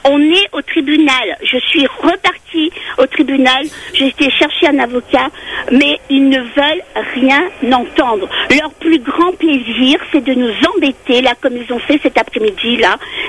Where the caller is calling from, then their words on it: Le Tampon, Réunion, France; j'ai vécu 20 ans à Saint-Denis, j'ai jamais eu aucun souci avec mes voisins. Et pourtant, j'étais en appartement. Alors, depuis que j'habite au Tampon, c'est la folie.